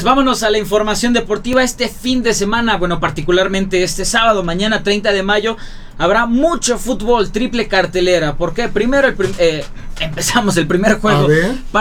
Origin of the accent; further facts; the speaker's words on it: Mexico; como buenos mexicanos, el último día entregando la tarea.